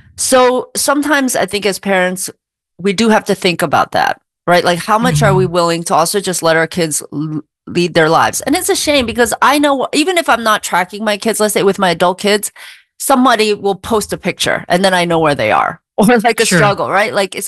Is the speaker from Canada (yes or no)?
no; Philadelphia, Pennsylvania, United States; I was a latchkey kid since I was 8 years old. Like, I grew up in Philly